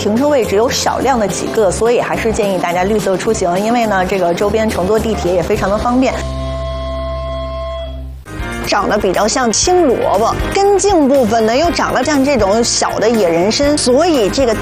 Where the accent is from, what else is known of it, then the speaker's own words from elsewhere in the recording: Xinjiang, China; now in Beijing, China; 对于在新疆长大的姑娘来说哈，这个并不陌生